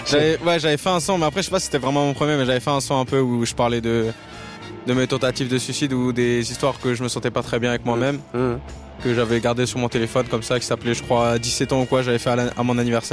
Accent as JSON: {"language": "French", "town": "Renens", "region": "Vaud", "country": "Switzerland", "tie": "born or raised there", "said": "Renan, en vrai, c'est là où j'ai grandi toute ma vie. Ça fait partie de mon histoire et je le décris dans ma musique parce que c'est là où j'ai vécu. Et en vrai, c'est un quartier populaire où il y a un peu de tout."}